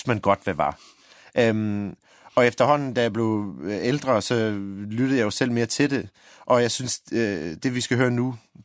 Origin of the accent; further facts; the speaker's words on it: Ireland; moved away; da jeg voksede op i Irland